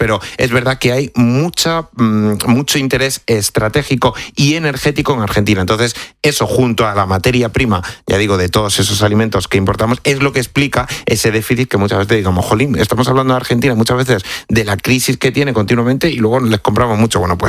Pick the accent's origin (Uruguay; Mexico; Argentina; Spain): Spain; Cáceres, Extremadura; Yo, por ejemplo, que soy de Cáceres, que soy de Extremadura, claro, pues evidentemente lo sé, y en otras muchas partes de España